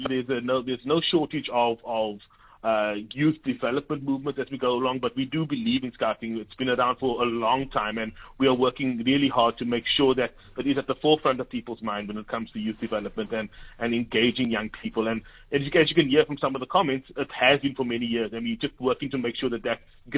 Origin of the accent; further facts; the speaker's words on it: Grassy Park, Western Cape, South Africa; I grew up in Grassy Park, so I do understand the emphasis on Gilead and making sure that scouting is available in those areas as well.